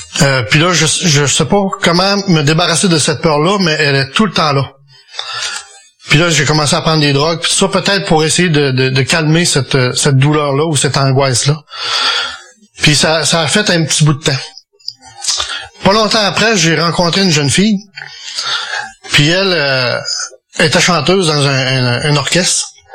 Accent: Quebec, Canada; J'ai grandi en Gaspésie, dans un petit village, où mes parents étaient très croyants, très pratiquants, catholiques.

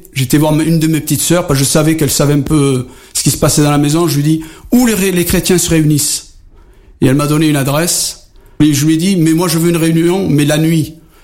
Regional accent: Algeria; depuis que j'ai donné ma vie à Jésus-Christ, je suis toujours un arabe, j'aime toujours mes compatriotes, et que je suis algérien, et que je le resterai jusqu'à la fin de mes jours, et j'en suis fier.

